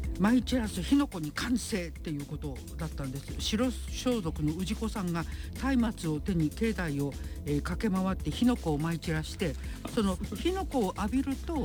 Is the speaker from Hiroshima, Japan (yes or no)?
yes; Hiroshima, Japan; also born or lived in Aizu; now in Ibaraki, Japan; あの広島で育ってるから、